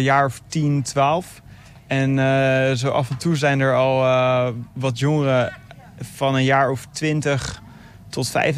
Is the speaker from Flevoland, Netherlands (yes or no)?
no; Haarlem, North Holland, Netherlands; ik kom uit Haarlem.